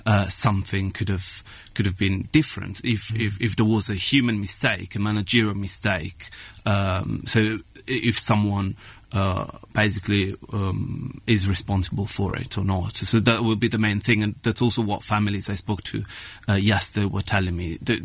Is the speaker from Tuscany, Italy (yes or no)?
no; Genoa, Liguria, Italy; English is a second language; Yes, James. I was actually in my hometown. I was driving into town from my parents' place, And I did see it.